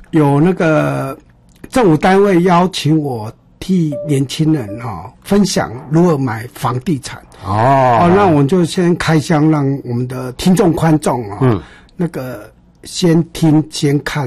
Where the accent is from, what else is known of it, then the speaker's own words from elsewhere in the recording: Yilan County, Taiwan; 我是宜兰人